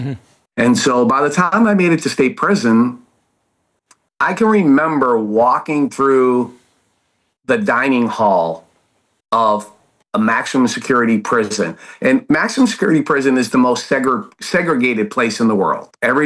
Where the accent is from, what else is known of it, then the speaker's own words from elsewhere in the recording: Boston, Massachusetts, United States; I grew up in the city. I grew up in Dorchester, Massachusetts, a rough neighborhood. And, you know, I'm one of nine kids. I'm the middle of nine kids.